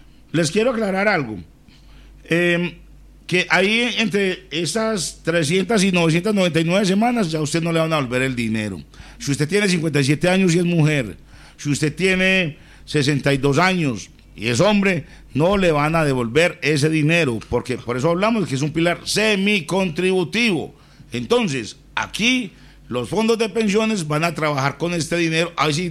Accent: Titiribí, Antioquia, Colombia; yo soy de un pueblo también, yo soy de Titiribí. soy montañerito también y quiero mucho mis campesinos.

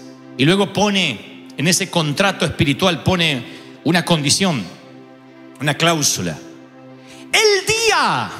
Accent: Argentina; Quien no me conoce y que sabe que soy argentino dice

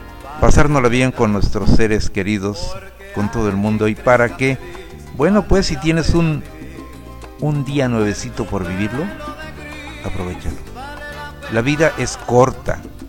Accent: Mexico; Nosotros somos, bueno, yo soy mexicano

